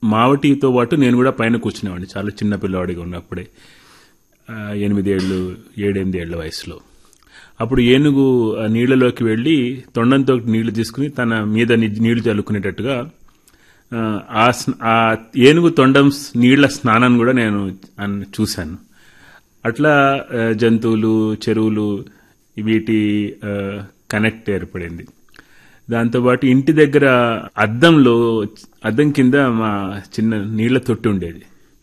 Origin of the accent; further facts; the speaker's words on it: Mahbubnagar, Telangana, India; చిన్నప్పుడు నేను మహబూబ్ నగర్లో నా చిన్నతనం, నా చదువు చిన్నప్పుడు పాఠశాలలో చదువు కూడా అక్కడ జరిగింది.